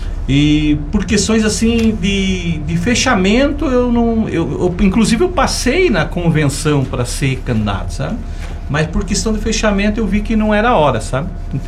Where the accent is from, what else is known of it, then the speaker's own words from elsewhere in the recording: Palmital, Brazil; Palmital não é apenas um lugar onde eu nasci. É a minha terra, onde eu construí minhas raízes e onde estão as minhas lembranças, a minha história profissional, minhas amizades